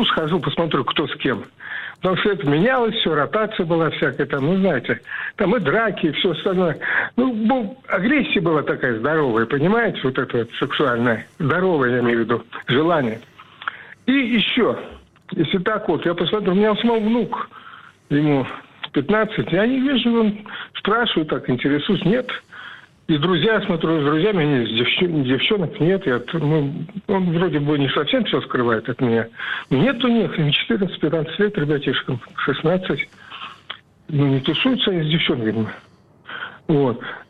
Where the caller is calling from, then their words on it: Nizhny Novgorod Oblast, Russia; из Нижегородской области.